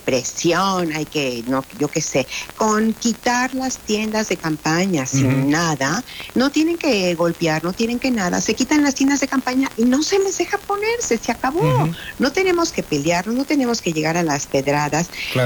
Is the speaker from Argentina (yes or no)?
no; Mexico; Y me siento como mexicana tan impotente.